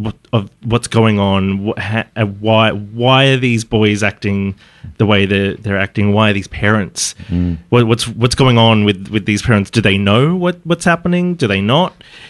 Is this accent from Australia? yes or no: yes; Geelong, Victoria, Australia; I grew up in Geelong.